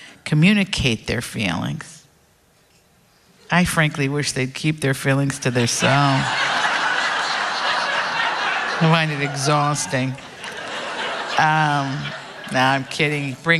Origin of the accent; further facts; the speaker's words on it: Appalachia, United States; Yeah, I'm an Appalachian.